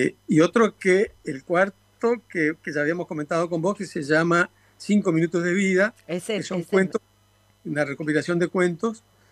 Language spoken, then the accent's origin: Spanish; Paso de los Libres, Corrientes, Argentina; born there; como yo nací en Paseo de los Libres, yo entiendo bastante el portugués. Sobre todo el portugués hablado.